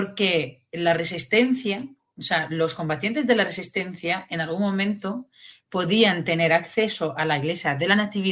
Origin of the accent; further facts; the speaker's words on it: Beit Sahour, West Bank, Palestine; moved away as an adult; now in Spain; Así que yo he vivido toda mi infancia y mi juventud en Palestina, Luego salí para estudios, o sea, estoy en España terminando ahora el doctorado.